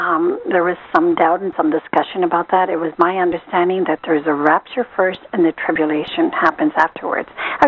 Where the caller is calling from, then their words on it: Canada; I'm calling from Canada.